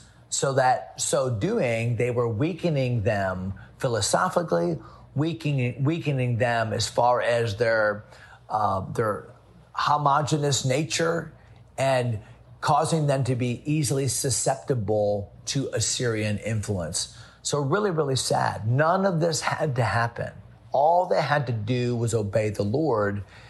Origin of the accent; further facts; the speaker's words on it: Connecticut, United States; born there; moved away; I've spent the day in Connecticut, my home state, at my home church, Emmanuel Baptist Church.